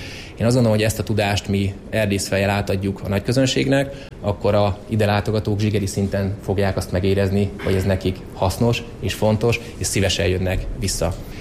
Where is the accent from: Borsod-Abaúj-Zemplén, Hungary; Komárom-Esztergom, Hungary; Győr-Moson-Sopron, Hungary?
Borsod-Abaúj-Zemplén, Hungary; Miskolc; mi is nagyon szeretjük miskolciként a Liafjordi kisvasutat